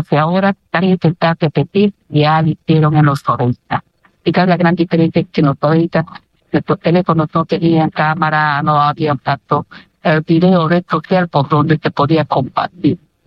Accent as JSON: {"language": "Spanish", "country": "Peru", "said": "No son temas ajenos a nosotros como personas, como peruanos y peruanas."}